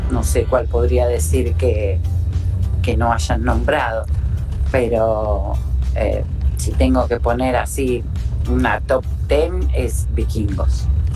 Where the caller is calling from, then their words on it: Castelar, Buenos Aires Province, Argentina; de Castelar.